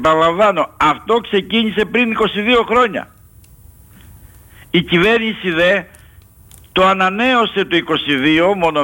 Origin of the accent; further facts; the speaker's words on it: Gambara, Greece; born there; θα επισκεφτώ το σπιτάκι που γεννήθηκα στο Γάμπαρα, στο Βασιλικό, κατά από τη Δάφνη.